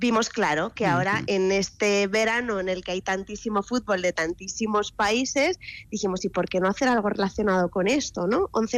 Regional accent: Zaragoza, Aragon, Spain; yo soy zaragozana

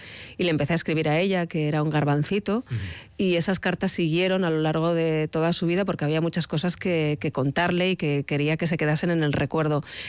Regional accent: Pamplona, Navarre, Spain; now in Madrid, Spain; cuando pasas el Ecuador de más años en Madrid que en Pamplona, eso duele. Ya. Pero ahí estás reivindicando de dónde eres, de dónde vienes y tu tierra.

